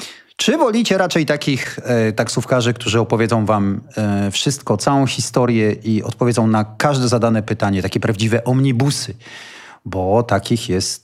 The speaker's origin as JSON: {"language": "Polish", "town": "Warsaw", "region": "Masovian Voivodeship", "country": "Poland", "said": "ja jestem z Warszawy, to tutaj jest chyba w gwarze warszawskiej obowiązuje cierpiarz"}